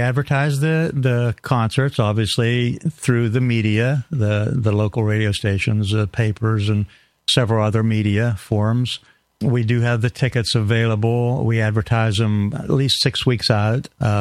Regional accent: Pennsylvania, United States; moved away; I grew up in Pennsylvania, west central PA in the mountains.

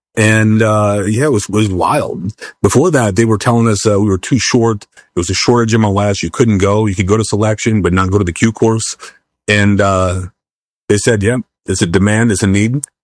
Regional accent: Montana, United States; now in Florida, United States; I grew up on a farm in northeastern Montana, actually. Born to a 16-year-old kid, adopted by my grandparents, and our family lost our farm.

